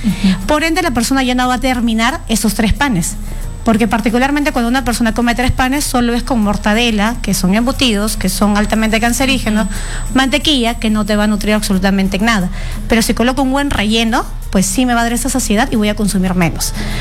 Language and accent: Spanish; Peru; porque seamos sinceros, nosotros como peruanos nos encanta comer